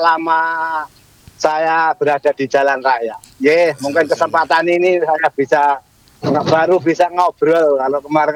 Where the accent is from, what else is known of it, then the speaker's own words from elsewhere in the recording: Magelang, Central Java, Indonesia; moved away; Asli. Magelang.